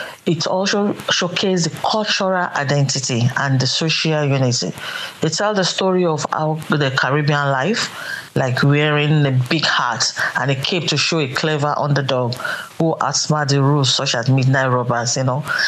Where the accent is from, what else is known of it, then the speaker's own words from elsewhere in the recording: Nigeria; moved away as an adult; now in Ireland; I'm originally from Africa, precisely from Nigeria. I've been in Ireland for almost 25 years, so that is my root.